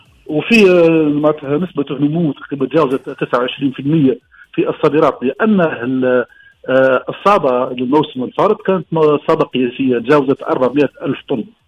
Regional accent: Tunisia; بإمكاننا في تونس نفرح

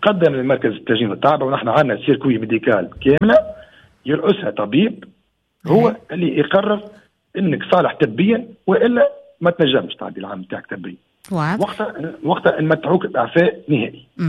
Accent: Tunisia; عندنا في تونس

